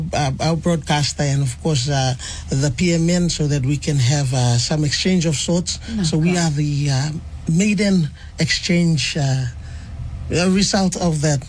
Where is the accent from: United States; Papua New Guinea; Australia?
Papua New Guinea; Momase Region; So I'm from the Mumase region. All right. But I'm from both. My mom's from the southern region. My dad's from the Mumase region.